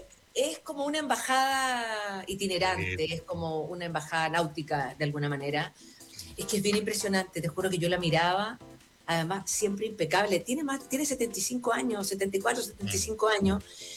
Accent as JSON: {"language": "Spanish", "country": "Chile", "moved": "yes", "lives_now": "United States", "said": "yo soy chilena"}